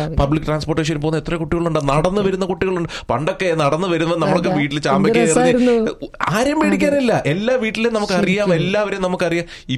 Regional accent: Kerala, India; moved away; നമ്മൾ എവിടെ ചോദിക്കുമ്പോ കേരളത്തിൽ നിന്ന്

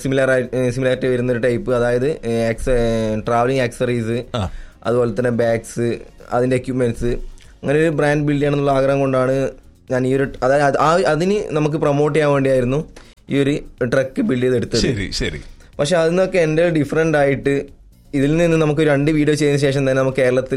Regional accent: Kannur, Kerala, India; എന്റെ സ്ഥലം വരുന്നത് കണ്ണൂരാണ്.

